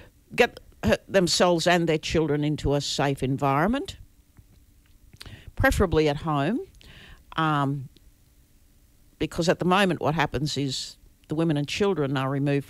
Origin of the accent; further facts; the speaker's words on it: Queensland, Australia; now in Melbourne, Australia; So I was born and raised in Queensland. My grandfather was Yiman. My grandmother came from the southwest, where the main language spoken now is Bidgera.